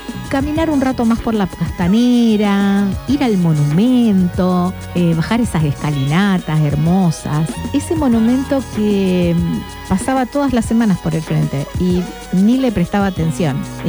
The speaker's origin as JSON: {"language": "Spanish", "town": "Villa Constitución", "region": "Santa Fe", "country": "Argentina", "said": "soy de Villa Constitución, una ciudad al sur de la provincia de Santa Fe. Lejos de ser la última, la del taco de la bota, siempre es la primera. Cuando vos venís desde Buenos Aires, mi ciudad es la primera que te recibe en la provincia de Santa Fe."}